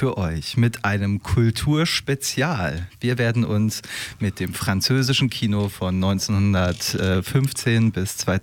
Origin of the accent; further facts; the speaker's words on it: Berlin, Germany; born there; Nee, ich bin ja gebürtiger Berliner auch, ne?